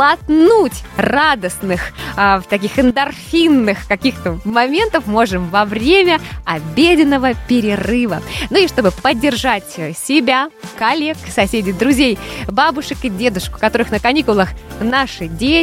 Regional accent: Belarus; мы, белорусы

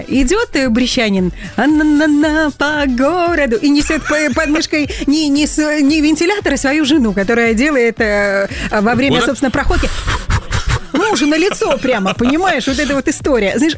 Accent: Belarus; мы с вами, белорусы

